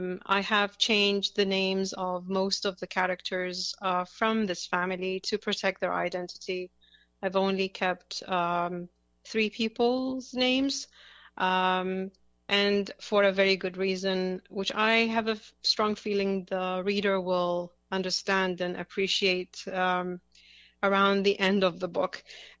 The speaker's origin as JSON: {"language": "English", "country": "Iraq", "tie": "born or raised there", "second_language": "English", "said": "I was born in Iraq and I grew up in Iraq. So I witnessed the Iraqi-Iranian War and the first Gulf War."}